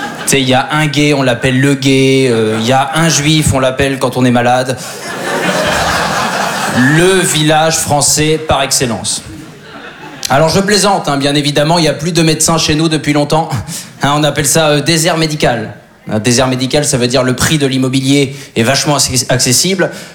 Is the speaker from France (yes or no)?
yes; Normandy, France; Alors moi je suis originaire de Basse-Normandie.